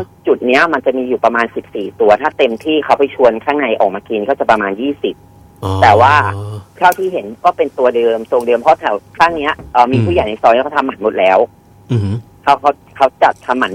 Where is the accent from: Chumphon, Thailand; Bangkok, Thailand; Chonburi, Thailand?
Chonburi, Thailand; Pattaya; ผมเป็นคนพัทยา